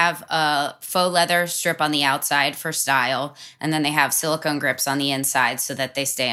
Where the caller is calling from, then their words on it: Indio, California, United States; I'm calling from Indio, California